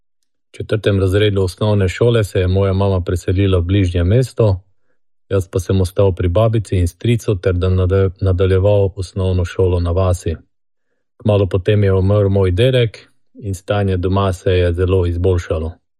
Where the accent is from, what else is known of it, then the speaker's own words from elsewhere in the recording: Mura, Slovenia; now in Maribor, Slovenia; z družino živimo v Mariboru, odraščal sem pa v Prekmurju